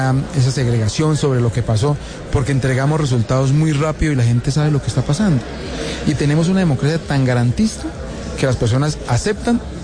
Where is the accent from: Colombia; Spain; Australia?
Colombia